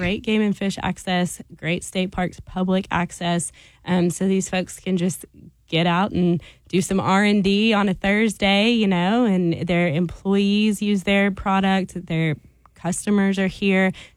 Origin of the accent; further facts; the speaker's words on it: Sherwood, Arkansas, United States; I grew up in Sherwood, and I am an only child